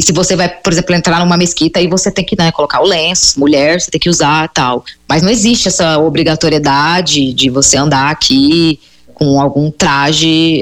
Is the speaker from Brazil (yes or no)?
yes; Brazil; now in Lebanon; O fato de eu ser brasileira ajuda muito, não só aqui no Líbano, mas todos os lugares que eu fui até hoje. Quando eu digo que eu sou do Brasil